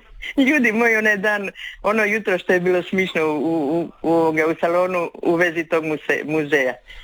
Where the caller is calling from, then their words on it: Zadar, Zadar County, Croatia; ja sam prava Zadranka